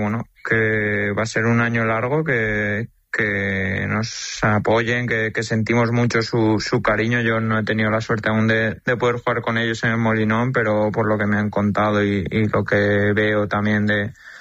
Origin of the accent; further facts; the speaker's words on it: Valencia, Valencian Community, Spain; porque al final yo me he criado allí, soy de Valencia y voy a ser de Valencia toda la vida